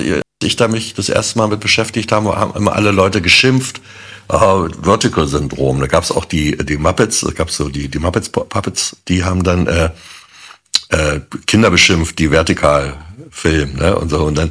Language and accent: German; Berlin, Germany; Weil ich eben halt ja auch als Berliner gesehen habe, dass nach dem Mauerfall, wo die ganzen Ruinen da rumstanden und alles war ja auch so ein bisschen dirty